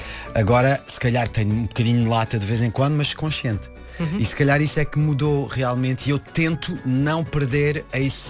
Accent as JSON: {"language": "Portuguese", "town": "Paris", "region": "Île-de-France", "country": "France", "tie": "born or raised there", "second_language": "Portuguese", "said": "a minha vida é parisiense. Ou seja, eu vivo em Paris e nasci lá e desde sempre. Nunca vivi em Lisboa. Pronto, e eu gosto de relevar isso, porque realmente o meu português é, não é muito bom."}